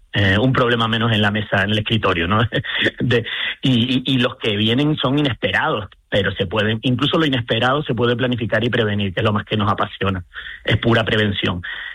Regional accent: Canary Islands, Spain; Mira, como soy made in Canarias y orgulloso, ¿no?

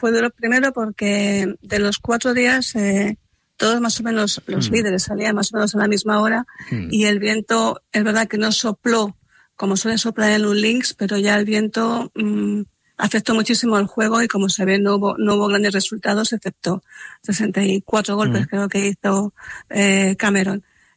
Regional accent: Spain; soy el único español miembro del comité ejecutivo

